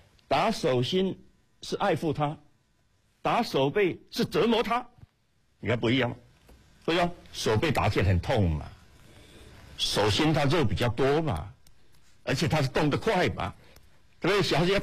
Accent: China; 我想我们中国人向自然学习的东西太多太多了。

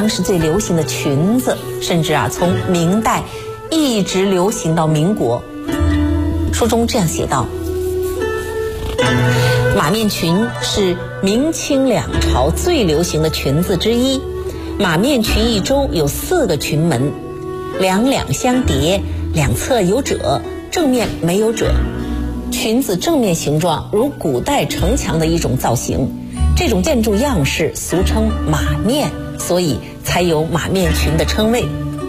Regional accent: China; 作为一个中国人，您肯定知道自己的属相，对吗？

